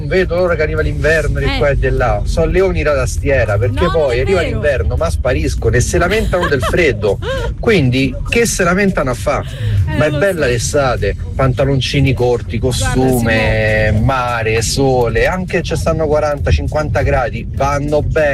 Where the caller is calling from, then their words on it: Marcellina, Lazio, Italy; Marcellina.